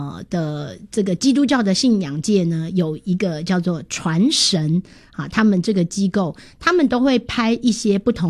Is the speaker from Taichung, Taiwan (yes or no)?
yes; Taichung, Taiwan; 其实这些外国人他们在我们的家乡啊，这个台中县的东势镇、啊嗯、在这边现在称为台中市的东势区、